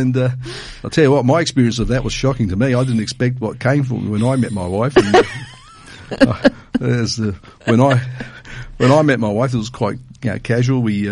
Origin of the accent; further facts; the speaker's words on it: Port Pirie, South Australia, Australia; also born or lived in Adelaide; And, we grew up in Port Pirie when I was five when I came to Adelaide, but visited Port Pirie on a frequent basis. My parents had a business here.